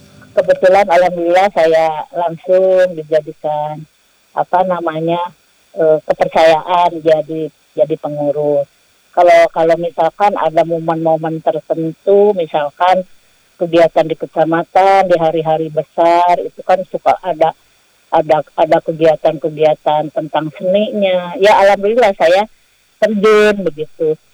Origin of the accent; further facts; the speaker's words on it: Ciamis, West Java, Indonesia; moved away; also born or lived in Kuningan; kalau di daerah saya ya ayah, kalau di daerah Ciamis memang seni budaya daerahnya itu sangat kental banget.